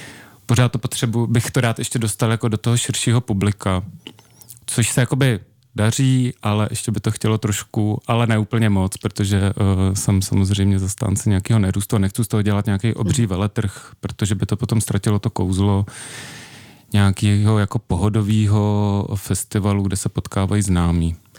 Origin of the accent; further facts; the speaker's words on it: Jihlava, Vysočina Region, Czechia; now in Prague, Czech Republic; já jsem původem z Jihlavy, když žiju v Praze a v Jihlavě jsem tu kulturu dělal, jakoby, nebo dělám nepřetržitě od nějakých svých 14 let